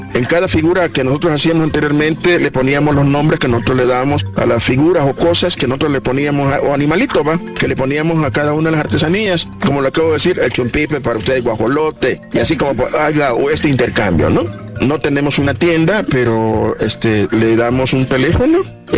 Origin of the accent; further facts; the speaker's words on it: El Salvador; now in Mexico; soy artesano salvadoreño.